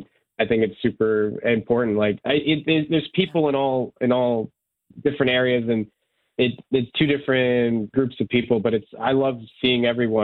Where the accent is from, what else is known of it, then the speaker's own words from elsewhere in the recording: United States; Like, I grew up here in the United States, I, as far as, like, I mean, I knew I was, like, Serbian and, like, I guess I was, like, the foreign kid in a way